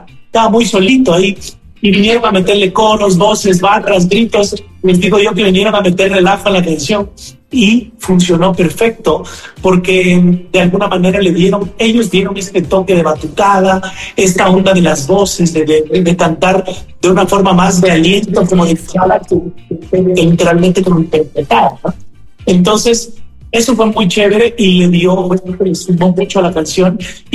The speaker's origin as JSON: {"language": "Spanish", "country": "Ecuador", "said": "todos somos ecuatorianos, no importa de qué raza, género, política, género"}